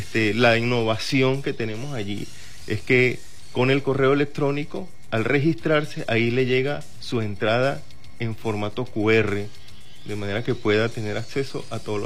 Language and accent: Spanish; Trujillo, Venezuela; moved away as an adult; now in El Vigía, Venezuela; Sí, somos de aquí. Yo pues particularmente soy trujillano, pero acogido aquí en esta tierra desde hacía 2 años.